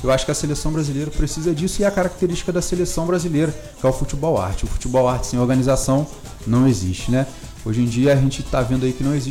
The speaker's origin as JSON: {"language": "Portuguese", "country": "Brazil", "said": "A gente é brasileiro"}